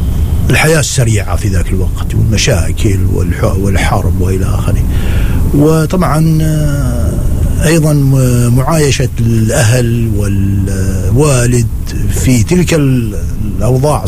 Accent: Tanuf, Ad Dakhiliyah, Oman; تنوف أول شيء هي مسقط رأسي يعني، وبداية حياتي أول ما ابتديت كانت تنوف

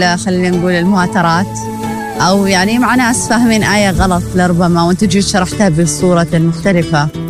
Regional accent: Oman; أعتقد اليوم كونك عماني أيضا متواجد في هذا المؤتمر

